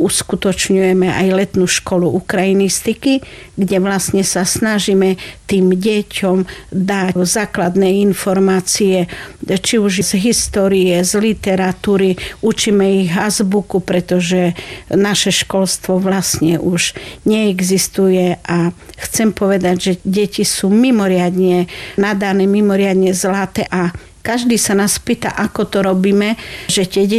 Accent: Pstrina, Prešov Region, Slovakia; born there; stále som pociťovala akýsi dlh voči mojej rodnej obci Pstrina

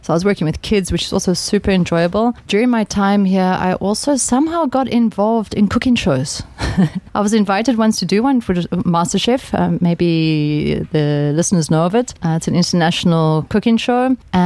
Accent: South Africa; now in Slovakia; I'm a South African who is living in Slovakia. I've been here now for 14 years.

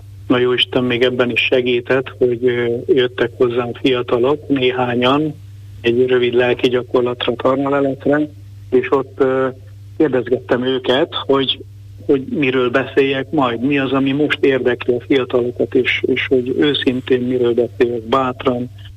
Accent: Hasznos, Heves, Hungary; born there; now in Mátraszentimre, Hungary; ki vagyok én, 1964-ben születtem valóban, hasznosan egy kis faluban, a Mátrában

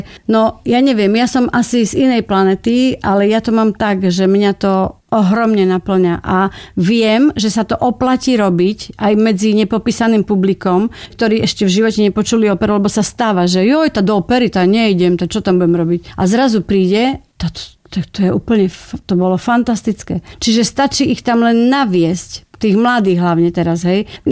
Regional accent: Košice, Košice Region, Slovakia; Ja sa hanbím za to, že som Košičanka

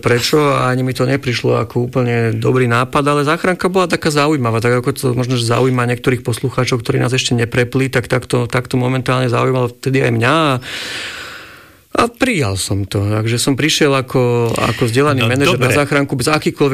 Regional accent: Bratislava, Bratislava Region, Slovakia; accent: Petržalka accent; za mňa som vyrastal v Petržalke. Myslím sa ospravedlňujem všetkým, ktorí musia počúvať môj prízvuk, pokiaľ mi ostal petržalský prízvuk. A tam som vyrastal, tam som chodil do školy, aj na základnú, aj na strednú školu.

